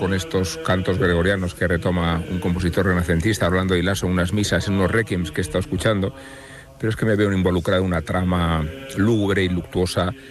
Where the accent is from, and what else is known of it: Salamanca, Castile and León, Spain